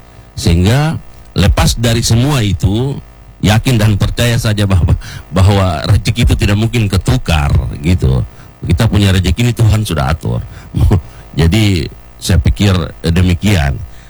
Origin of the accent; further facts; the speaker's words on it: Papua, Indonesia; kita orang asli Papua.